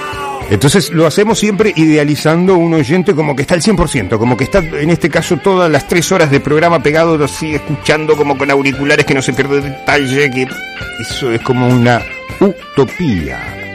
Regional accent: Argentina; Somos argentinos todos los días

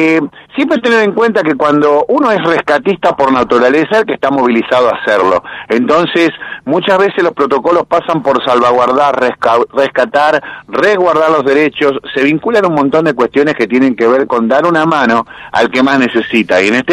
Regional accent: Santa Fe, Argentina

